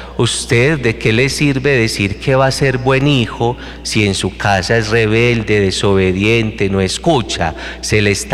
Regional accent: Antioquia, Colombia

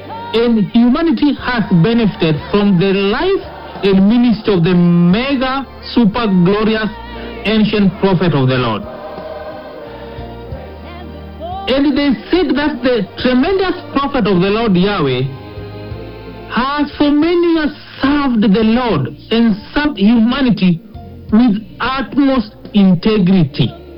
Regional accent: Kenya; who is also a police officer with the DCI in Kenya, I want to repent as a Kenyan

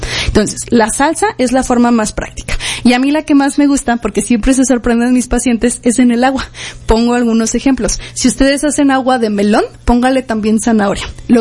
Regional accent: Mexico

